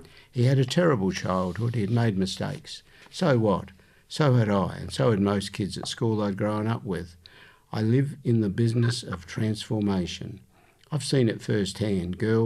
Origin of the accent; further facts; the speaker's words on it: Yorkshire and the Humber, United Kingdom; accent: Yorkshire; now in United States; I brought my Yorkshire accent all the way to America, but I get it.